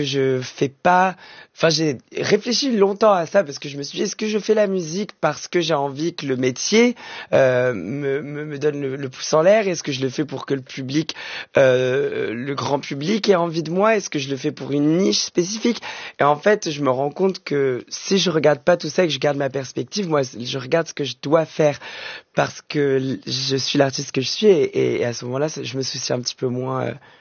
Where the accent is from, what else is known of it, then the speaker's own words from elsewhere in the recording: France; parce que en fait, on est français